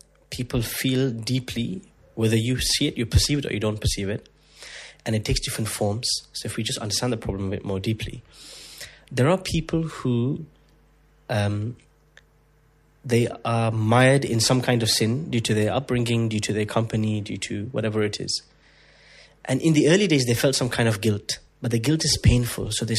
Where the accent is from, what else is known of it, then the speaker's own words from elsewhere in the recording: United Kingdom; also born or lived in United Arab Emirates; So I'm British, but ethnically half Indian, half Pakistani. Lived half of my life in the UAE, half of my life in the UK.